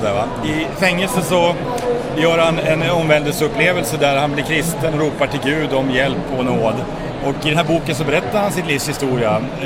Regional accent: Gävle, Gävleborg County, Sweden; moved away as an adult; now in Karlstad, Sweden; Jag kommer ursprungligen från Gävle, men jag bor i Karlstad sedan 17 år tillbaka och jobbat med böcker i många år.

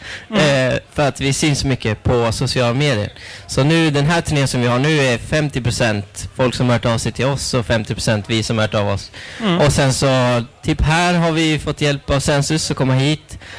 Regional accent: Åre, Östersund, Jämtland County, Sweden; now in Gothenburg, Sweden; Jag är från Åre, Östersund.

